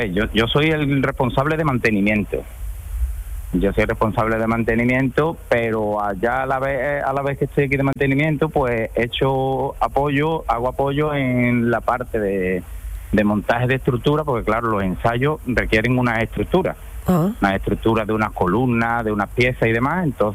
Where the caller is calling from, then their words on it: Seville, Andalusia, Spain; yo trabajo aquí en el Aerópolis, aquí en Sevilla